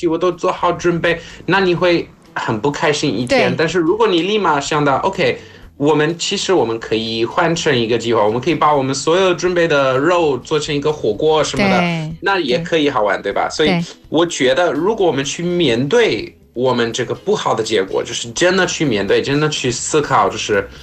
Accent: South Africa; Chinese is a second language; also born or lived in Dubai; now in China; 因为我以前生活在迪拜太热了，然后小时候在南非太危险了

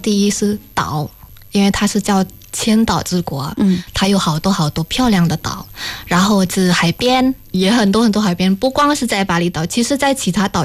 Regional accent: Yogyakarta, Special Region of Yogyakarta, Indonesia; moved away as an adult; 我爸爸是在印尼出生的，对，我也是在印尼出生。

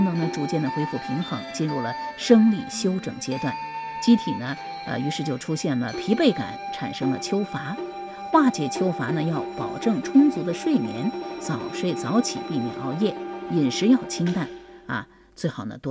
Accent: China; 我们中国人

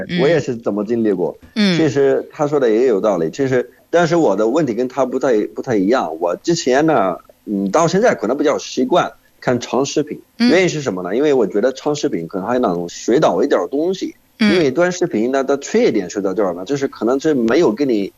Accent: Jordan; Chinese is a second language; 我是来自约旦的

